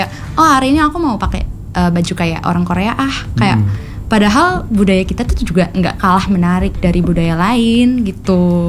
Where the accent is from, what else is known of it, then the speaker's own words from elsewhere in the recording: Kalimantan, Indonesia; Karena aku kan kebetulan orang Dayak